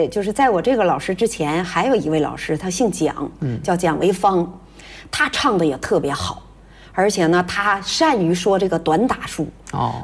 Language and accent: Chinese; Wuchang, Heilongjiang, China; 我老家在黑龙江省五常市，兴盛乡辛家丛沟余家屯儿，